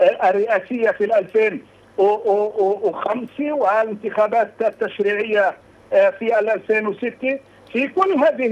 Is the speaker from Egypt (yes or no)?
no; Palestine